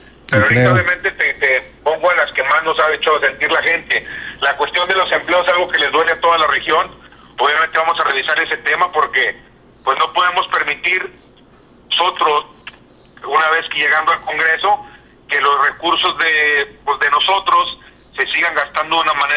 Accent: Nueva Rosita, Coahuila, Mexico; Allá en mi pueblo, donde yo soy, en Rosita

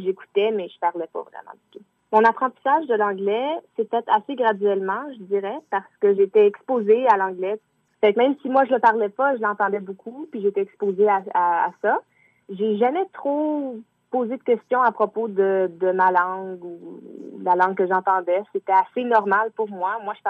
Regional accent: British Columbia, Canada; now in Montreal, Canada; mes parents sont québécois, mais j'ai grandi en Colombie-Britannique, en français. Maintenant que j'habite à Montréal

